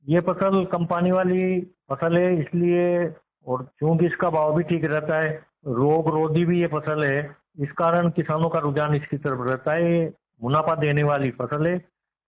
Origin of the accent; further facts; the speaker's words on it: Gulkhedi, Rajasthan, India; गुलखेड़ी, तहसील छिपावड़ों, जिला बारा का रहने वाला हूँ। मैं एक किसान हूँ।